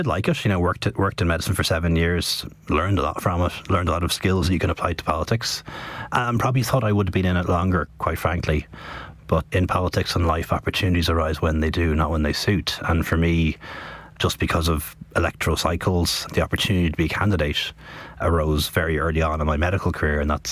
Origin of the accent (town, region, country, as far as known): Dublin, Leinster, Ireland; born or raised there